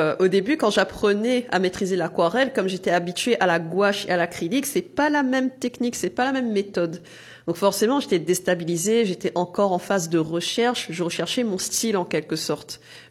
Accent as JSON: {"language": "French", "town": "Saint-Pierre", "country": "Réunion", "moved": "as an adult", "lives_now": "Sainte-Anne, Réunion", "said": "quand j'ai emménagé à Saint-Benoît, parce que oui, à la base, je suis Saint-Pierroise d'origine. Et ça fait 6 ans que j'habite à Sainte-Anne. Ça, il faut savoir. Quand j'ai emménagé à Sainte-Anne en 2020"}